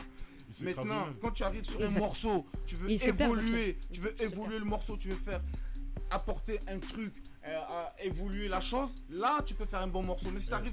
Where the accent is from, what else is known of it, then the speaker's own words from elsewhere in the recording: Côte d’Ivoire; Je suis un ivoirien.